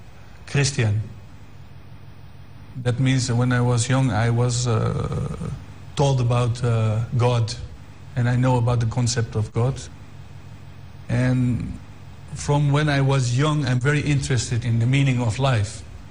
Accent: Netherlands; I'm from the Netherlands in Europe.

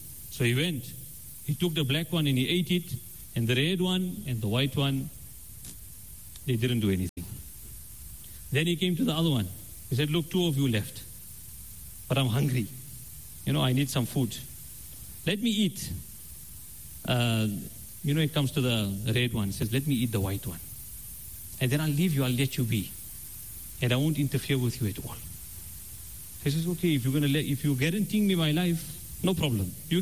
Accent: South Africa

